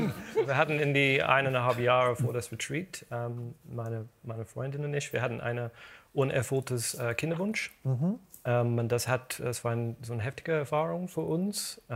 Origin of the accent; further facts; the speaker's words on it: United Kingdom; German is a second language; moved away; Ich bin Brite, ja.